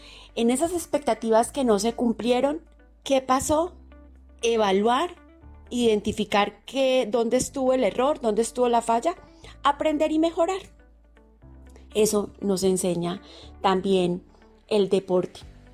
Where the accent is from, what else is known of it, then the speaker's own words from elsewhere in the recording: Colombia; esta experiencia que hemos vivido como colombianos, como país